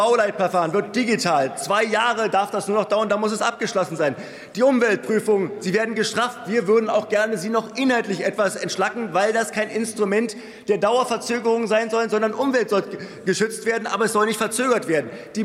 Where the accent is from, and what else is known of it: Berlin, Germany; born or raised there